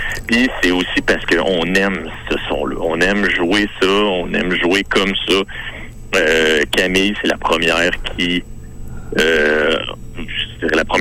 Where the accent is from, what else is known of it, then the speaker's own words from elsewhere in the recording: Rimouski, Quebec, Canada; moi je viens de Rimouski